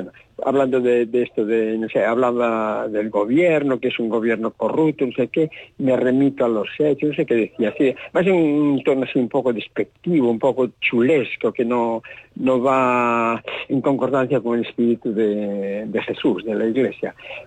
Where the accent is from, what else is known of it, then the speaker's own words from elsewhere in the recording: Ares, Galicia, Spain; era ya en mi pueblo, yo era de Ares, vivía allá y era como hablábamos allí, aunque era un mal gallego, pero bueno.